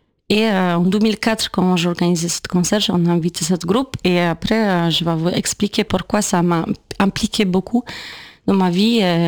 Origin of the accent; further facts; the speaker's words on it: Poland; French is a second language; moved away as an adult; now in Paris, France; Du coup c'était soit j'apprends le français et je peux rester ici, soit je rentre en Pologne. Et voilà, et je restais.